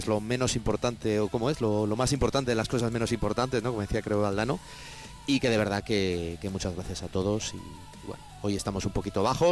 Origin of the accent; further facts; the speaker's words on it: Vitoria, Basque Country, Spain; Yo soy de Vitoria, he vivido el vasconismo desde muy pequeño